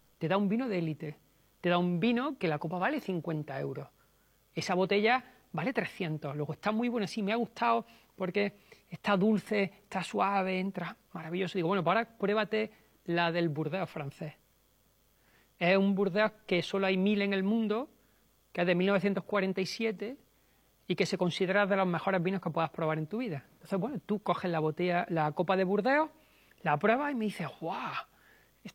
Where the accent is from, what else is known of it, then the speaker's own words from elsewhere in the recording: Córdoba, Andalusia, Spain; por traerlo a mi tierra, Córdoba.